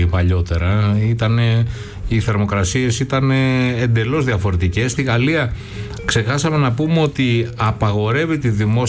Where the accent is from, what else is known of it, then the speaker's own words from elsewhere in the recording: Greece; σε μία θάλασσα η οποία εμείς ως Έλληνες ούτε καν θα καταδεχόμασταν να μπούμε.